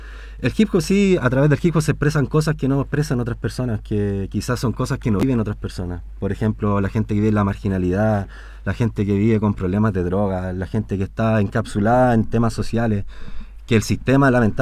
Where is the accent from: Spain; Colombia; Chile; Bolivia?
Chile; Santiago, Santiago Metropolitan Region; now in Cauquenes, Chile; Nosotros crecimos en Santiago en un barrio muy, por así decirlo, marginal